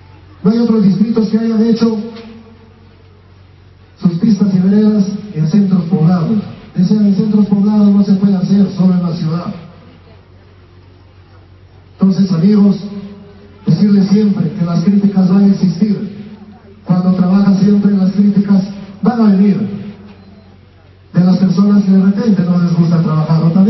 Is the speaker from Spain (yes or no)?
no; Naranjo Salto, Amazonas, Peru; born there; yo agradezco a Naranjo Salto, aunque no he nacido acá, pero agradezco porque me siento de acá, gracias a ustedes.